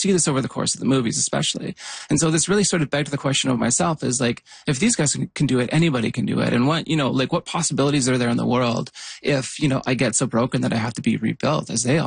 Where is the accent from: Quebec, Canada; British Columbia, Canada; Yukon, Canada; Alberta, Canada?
Yukon, Canada; I grew up in the Yukon